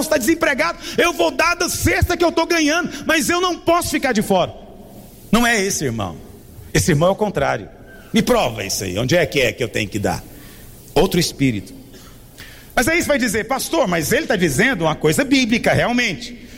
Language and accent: Portuguese; Goiás, Brazil; Eu sou goiano, eu falo dá conta, né?